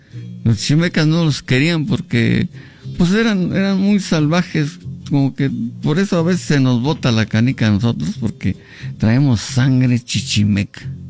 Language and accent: Spanish; Zimapán, Hidalgo, Mexico; moved away; Y nosotros vivimos en esta zona. Yo cuando pues era niño, siempre renegaba de ¿por qué habré nacido en este lugar tan horrible? Que no, es que está feo. Está lleno de piedras y de polvo y de tierra y de nopales. Pero no conocía yo mi municipio